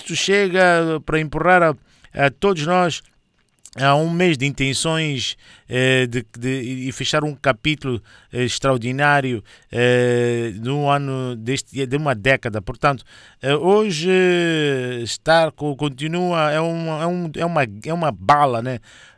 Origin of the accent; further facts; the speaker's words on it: Bahia, Brazil; Peça a música da Bahia, eu sou da Bahia